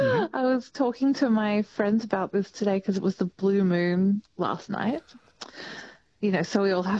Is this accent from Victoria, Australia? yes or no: yes; Melbourne, Victoria, Australia; I grew up in St Kilda